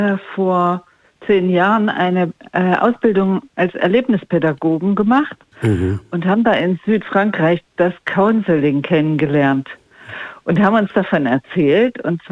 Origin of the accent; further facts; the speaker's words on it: Gotha, Thuringia, Germany; ich bin hier in Gotha in der Langensalzer Straße groß geworden. Mhm. Ich bin 63 Jahre und meine Vorfahren waren Schmiede.